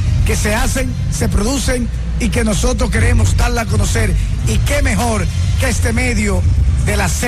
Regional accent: San Francisco de Macorís, Duarte, Dominican Republic; desde mi terruño, desde mi querido pueblo San Francisco de Macorís

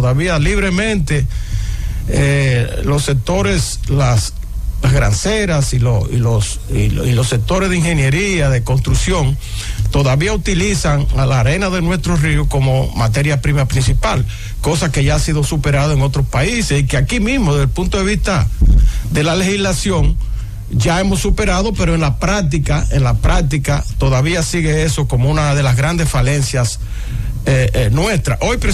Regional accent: Dominican Republic

